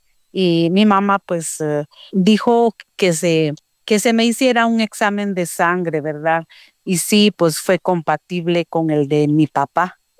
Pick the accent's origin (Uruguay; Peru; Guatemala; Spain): Guatemala; soy de Guatemala